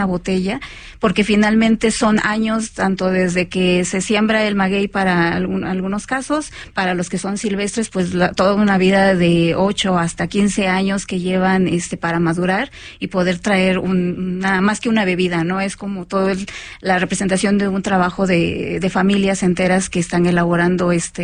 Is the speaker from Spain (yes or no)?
no; Mexico; Y es conservar como mexicanos esta parte de que pues el mezcal nos da a conocer en otros lados, ¿no?